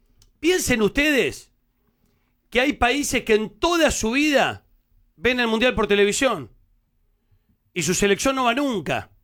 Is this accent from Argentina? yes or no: yes; Argentina; Porque somos los mejores, la verdad. Los argentinos